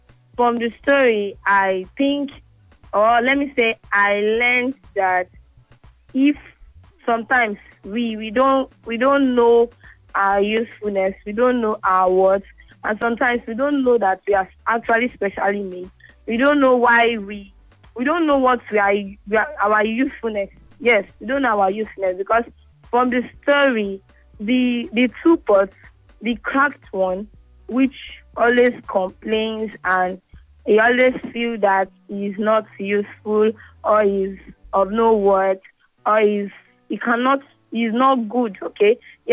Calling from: Ikorodu, Lagos, Nigeria; I'm calling from Ikorodu.

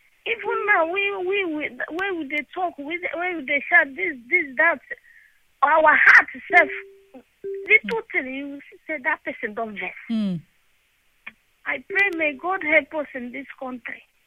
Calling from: Ikorodu, Lagos, Nigeria; I'm calling from Ikrodu.

